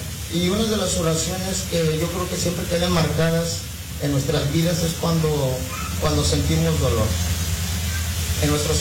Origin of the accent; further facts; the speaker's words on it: Yucatán, Mexico; porque estábamos hablando como yucatecos ahí, bueno, más yo, el pastor.